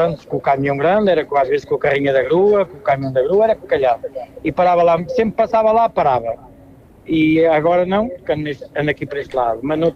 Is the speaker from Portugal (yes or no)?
yes; São Pedro Dias, Centro, Portugal; nasci e fui criado até aos 9 anos, depois é que fui para a minha quinta para a Ponta Moção.